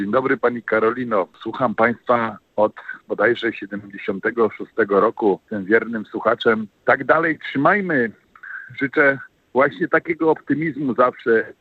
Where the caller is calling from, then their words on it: Grójec, Masovian Voivodeship, Poland; Okolice Grójca